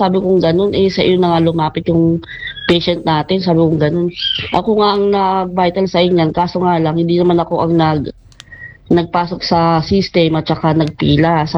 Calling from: Quezon City, Metro Manila, Philippines; taga Dumaliches, Quezon City.

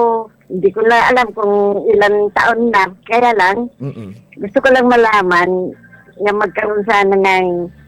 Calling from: Maripipi, Eastern Visayas, Philippines; Sa bayan lang, sa bayan sa isla din. Isla rin yung bayan namin. Biliran Naval. Ano, Maripipi Liti.

